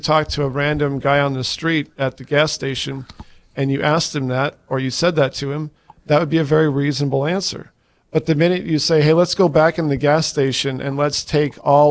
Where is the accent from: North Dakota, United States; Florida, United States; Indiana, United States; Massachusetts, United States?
North Dakota, United States; Jamestown; now in Fargo, United States; I was born and raised in Jamestown, North Dakota, live in Fargo now, and just retired here this year from the National Guard.